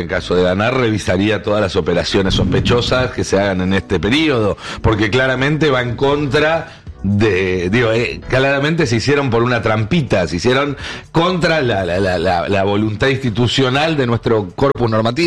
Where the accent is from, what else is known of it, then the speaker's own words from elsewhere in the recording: Argentina; los argentinos que realmente necesitamos viajar para hacer negocios, para constituir una empresa o lo que haga falta